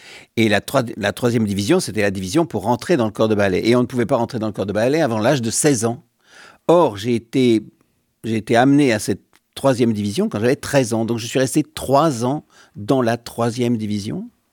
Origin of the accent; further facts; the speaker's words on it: Paris, Île-de-France, France; Je suis petit parisien plutôt banlieusard, mais parisien, oui.